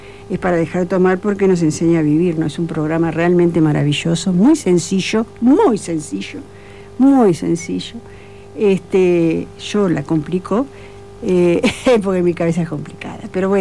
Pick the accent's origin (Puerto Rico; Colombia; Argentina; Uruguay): Uruguay; Montevideo; Yo soy de Montevideo.